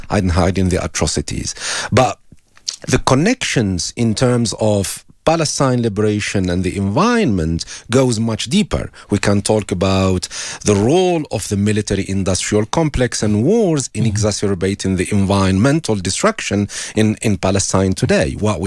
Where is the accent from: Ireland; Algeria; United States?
Algeria; my home country, Algeria